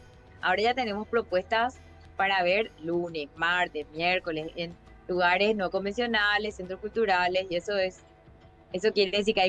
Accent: Paraguay; cuento que soy de Paraguay

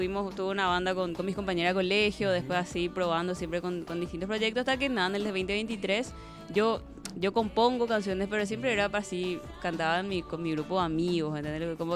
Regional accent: Luque, Central, Paraguay; Yo crecí en una familia de músicos y en general, así que era imposible no absorber. Yo soy de Luque

